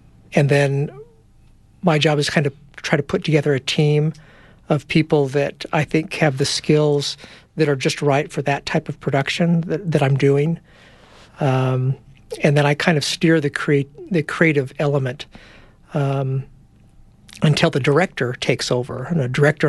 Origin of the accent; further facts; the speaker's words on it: Palm Springs, California, United States; Well, I grew up in California in Palm Springs and was really always kind of interested in photography, but loved science.